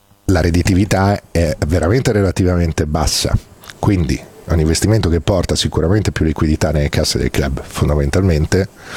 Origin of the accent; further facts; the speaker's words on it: Bologna, Emilia-Romagna, Italy; Da bolognese o tifoso del Bologna mi continua a chiedere che fine farà il Dall'Ara